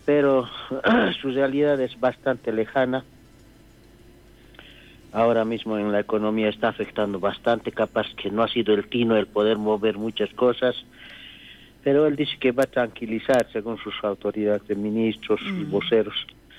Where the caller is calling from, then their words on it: Bolivia; en nuestra situación como bolivianos